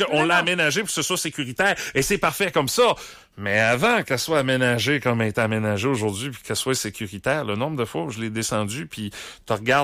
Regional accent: Quebec, Canada; un record de vitesse qui a été établi chez nous au Québec.

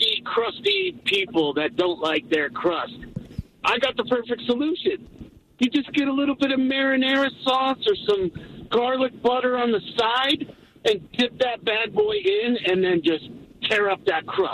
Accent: Coral Springs, Florida, United States; now in Pittsburgh, United States; I grew up in Fort Lauderdale area, Coral Springs.

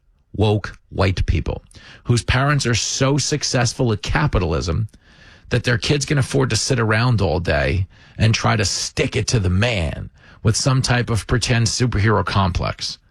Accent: New York, United States; It's funny because I grew up in New York believing that the rest of the country wished they were doing what I was doing.

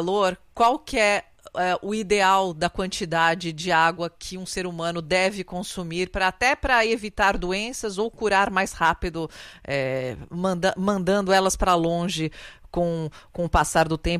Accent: São Paulo, Brazil

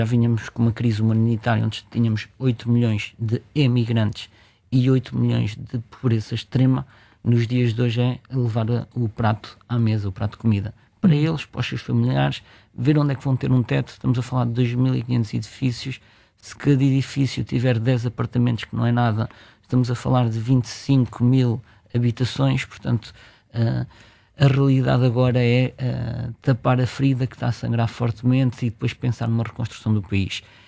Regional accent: Portugal; nós como portugueses

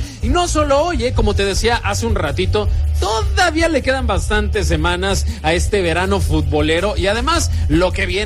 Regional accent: Mexico; somos mexicanos, nos gusta festejar y además sabemos que en la noche vamos a andar celebrando

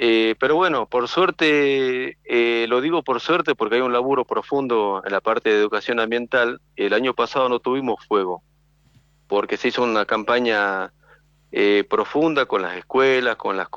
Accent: Los Toldos, Salta, Argentina; tengo la suerte de ser de acá del lugar. Soy del Perú Toldo.

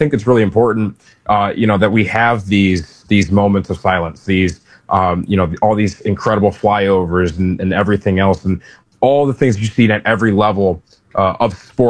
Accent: United States

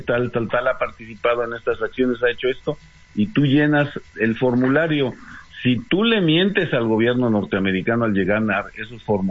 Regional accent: Mexico

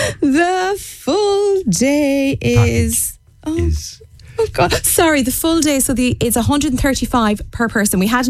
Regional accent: Bohola, County Mayo, Ireland

